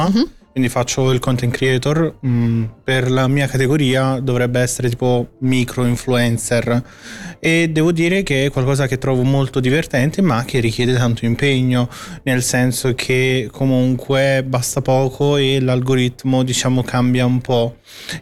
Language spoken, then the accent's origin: Italian; Naples, Campania, Italy; perché anche a me piace tanto cucinare da buon napoletano quale sono.